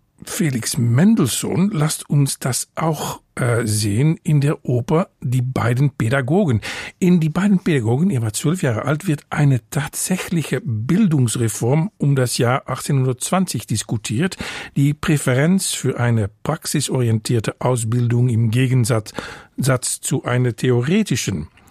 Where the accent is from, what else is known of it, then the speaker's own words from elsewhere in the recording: Hilversum, North Holland, Netherlands; German is a second language; ich begegne meine ehemaligen Schüler noch oft in meiner Heimatstadt Hilversum, im Bahnhof, bei meiner Arbeit oder anderswo.